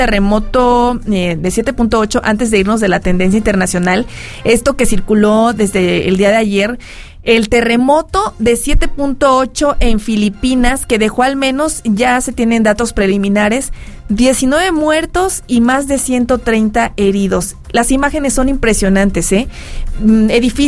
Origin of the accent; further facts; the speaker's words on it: Mexico; como mexicanos nos debemos de sentir orgullosos